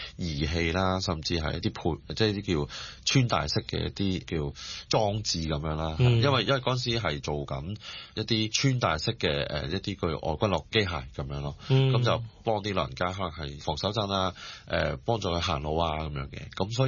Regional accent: Hong Kong; 因為喺香港，譬如咁我喺香港，我喺香港長大啦，咁我最熟悉喺香港

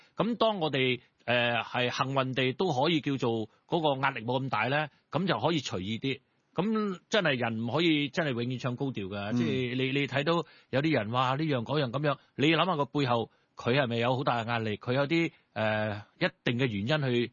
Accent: China; 我哋中国人有一句说话啊嘛

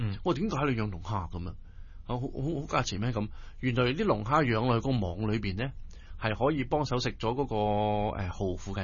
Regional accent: Hong Kong; 其實就香港仲有好多地方等大家去發掘，同埋大家再溫故知新去睇。即係譬如我哋喺度出世嘅，生於斯，長於斯，咁梗係要知道，喂呢度原來仲有好多古仔可以睇。

